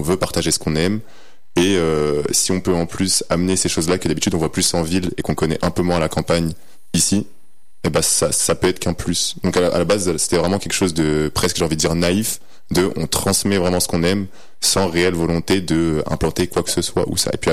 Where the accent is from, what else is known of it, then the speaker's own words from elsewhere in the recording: La Mure, Auvergne-Rhône-Alpes, France; En gros, moi j'ai commencé par le breakdance plus petit. Et comme à Lamure, c'était pas